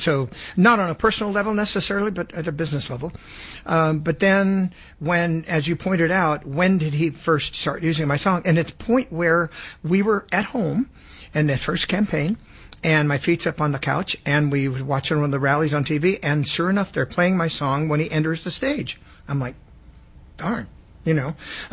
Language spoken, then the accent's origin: English; Sacramento, California, United States; born or raised there; also born or lived in Los Angeles